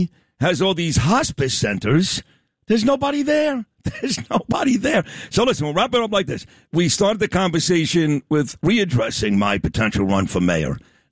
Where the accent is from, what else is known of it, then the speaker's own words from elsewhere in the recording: United States; I am American all the way, and I don't think there's a country even close to our country.